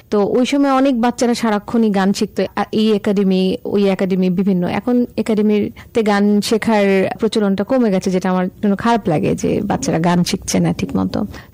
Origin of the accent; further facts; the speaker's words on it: Dhaka, Dhaka Division, Bangladesh; আমার জন্ম ঢাকায়, আমার বেড়ে ওঠাও ঢাকায় এবং আমার গান শেখা সবকিছুই ঢাকাতেই।